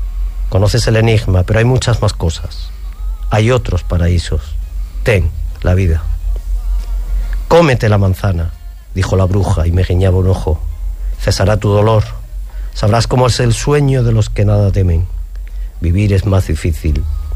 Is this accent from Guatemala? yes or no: no; Asturias, Spain; now in Huelva, Spain